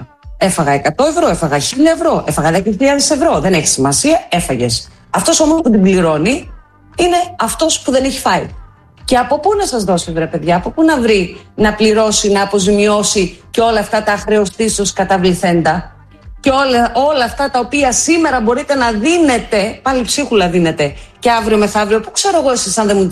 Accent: Veria, Central Macedonia, Greece; Γιατί προχθές κυκλοφορούσα μέσα στην πόλη μου στη Βέρεια και είχε μαυρίσει ο τόπος.

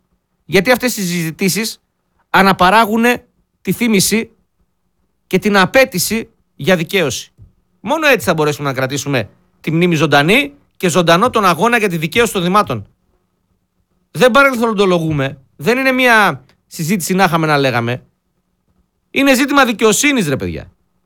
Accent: Greece

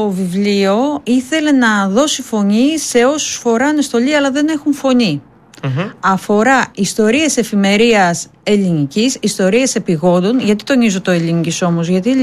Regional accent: Corfu, Ionian Islands, Greece; moved away; Όχι, δεν είμαι από την Πάτρα. Εργάζομαι στην Πάτρα, δεν είμαι πατρινή. Έχω καταγωγή από Κέρκυρα.

